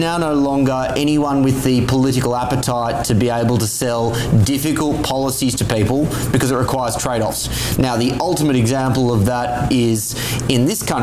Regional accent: Australia; now in United Kingdom; my home country of Australia

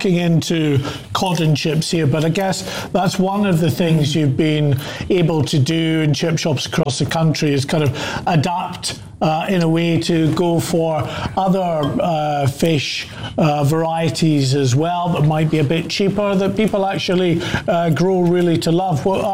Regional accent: Hawick, Scotland, United Kingdom; moved away; in my hometown in Hoyk

